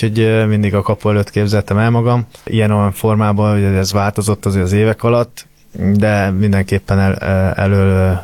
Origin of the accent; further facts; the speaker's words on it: Győr, Győr-Moson-Sopron, Hungary; moved away; én lakótelepen nőttem fel Győrben, Marcavárosban, úgyhogy nem egy ilyen dúsgazdag környék, mondhatjuk